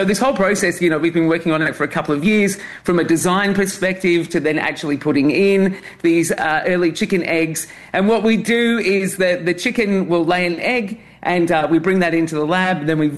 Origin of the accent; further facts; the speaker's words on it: Australia; the Tasmanian tiger is another one from my home country of Australia that we're working on.